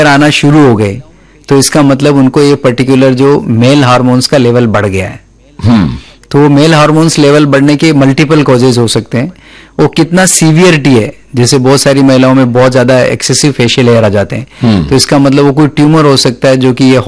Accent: Rajasthan, India; born or raised there

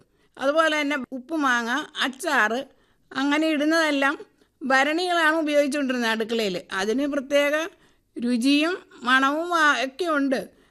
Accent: Ernakulam, Kerala, India; now in Kuruppanthara, India; എന്റെ സ്വന്തം സ്ഥലം എറണാകുളമാണ്. അവിടെയാണ് ജനിച്ചു വളർന്നത്. എന്നെ കല്യാണം കഴിച്ചു കൊണ്ടുവന്നേക്കുന്നതാണ് കുറുപ്പന്തറ.

